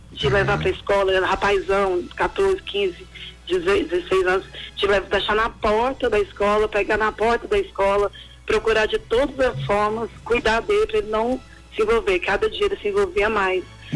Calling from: Goiânia, Goiás, Brazil; De Goiânia.

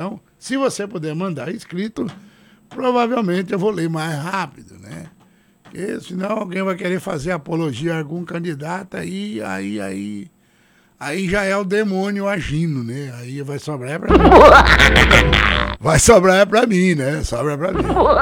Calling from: Ourinhos, São Paulo, Brazil; Bom dia, meu amigo. Sou paulista da cidade de Ourinhos. Moro em Tangará da Serra.

